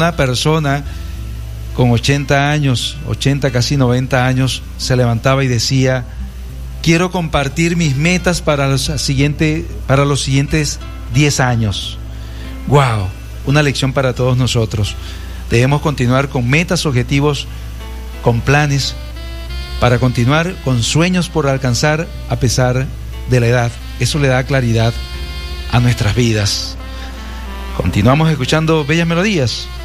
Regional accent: Venezuela; somos venezolanos, somos resilientes

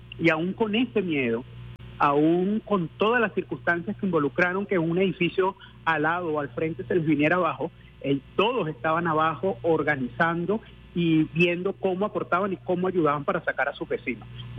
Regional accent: Venezuela; Nosotros no somos los mismos, los mismos venezolanos de antes de la crisis del año 16

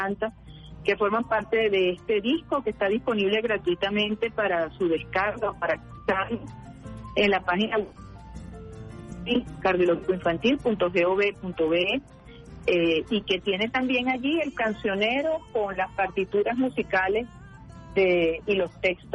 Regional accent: Venezuela; yo creo que eso además es lo que nos une como venezolanas y como venezolanos, esa sensibilidad particular, ese amor por nuestra tierra

